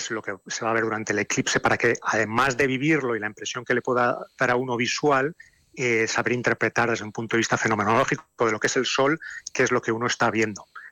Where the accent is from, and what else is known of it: Pamplona, Navarre, Spain